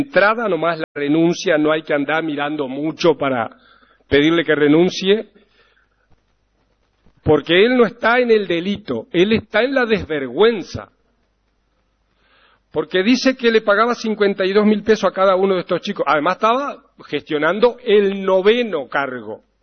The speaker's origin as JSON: {"language": "Spanish", "town": "Guichón", "region": "Paysandú", "country": "Uruguay", "said": "que soy de Guichón"}